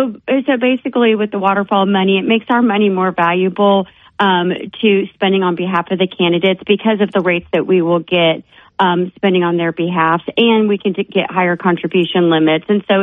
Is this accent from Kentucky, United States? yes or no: yes; Kentucky, United States; We're in a similar situation where we have a U.S. Senate seat, and my home state is Kentucky, and a congressional seat that's open.